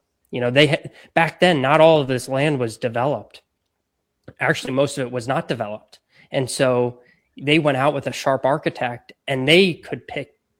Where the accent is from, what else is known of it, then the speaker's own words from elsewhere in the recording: Florida, United States; I grew up golfing in Florida and in the South